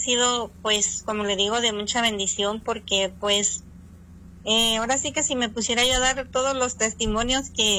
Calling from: San Gabriel Mixtepec, Oaxaca, Mexico; yo soy de San Gabriel, Mixtepec, Oaxaca.

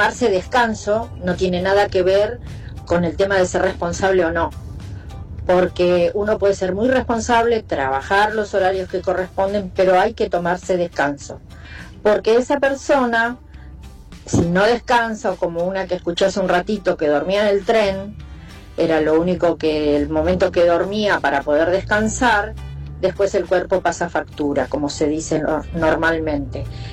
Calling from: Lomas de Zamora, Buenos Aires Province, Argentina; soy de Lomas de Zamora.

